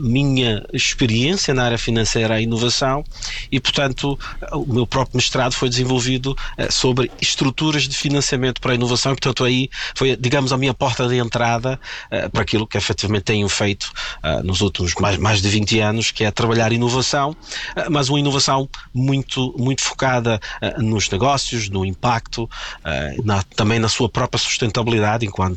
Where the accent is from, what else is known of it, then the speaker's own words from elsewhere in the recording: Brazil; moved away as an adult; now in Portugal; Portugal é minha casa, já é há bastante tempo. O Brasil foi o lugar onde eu nasci e me fez crescer